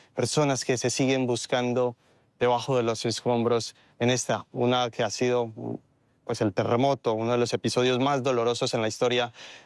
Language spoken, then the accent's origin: Spanish; Colombia; aunque soy colombiano, también gracias por venir a acompañar esta emergencia